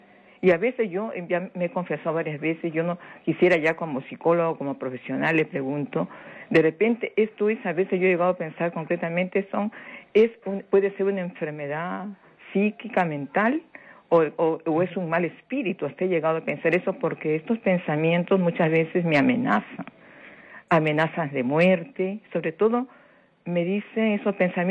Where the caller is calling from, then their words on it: Lima, Peru; Le saluda … desde San Martín de Porres.